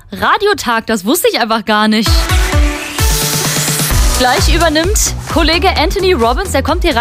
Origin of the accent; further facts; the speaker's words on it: Altdorf, North Rhine-Westphalia, Germany; ich komme aus Altdorf eigentlich. Und ich sag mal so, das ist ja schon richtig hart Dorf.